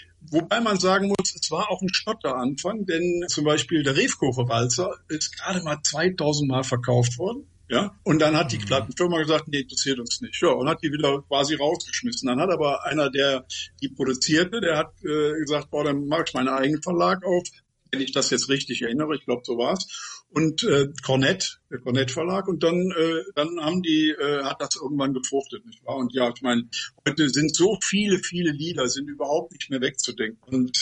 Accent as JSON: {"language": "German", "town": "Cologne", "region": "North Rhine-Westphalia", "country": "Germany", "said": "Wie kann ich mit Kölnern und wie kann ich mit mir als Kölner leben?"}